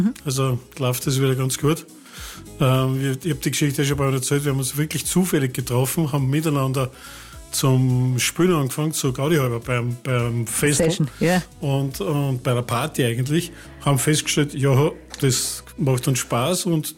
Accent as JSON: {"language": "German", "town": "Leoben", "region": "Styria", "country": "Austria", "tie": "born or raised there", "said": "Also ich bin einmal waschechter Steirer, ich bin geboren in Leoben."}